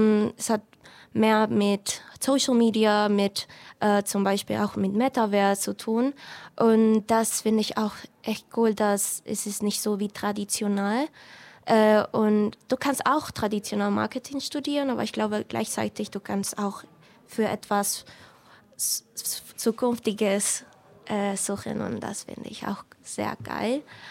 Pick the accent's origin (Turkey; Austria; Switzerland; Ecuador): Ecuador; Quito, Pichincha; German is a second language; moved away as an adult; now in Germany; ich komme aus Ecuador, ich bin 23 Jahre alt und ich wohne hier in Deutschland, ich glaube, 3 Jahren schon.